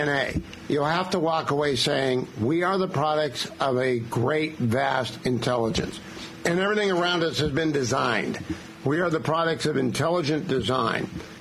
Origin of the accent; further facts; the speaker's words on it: Ohio, United States; these two states we're talking about, my home state of Ohio.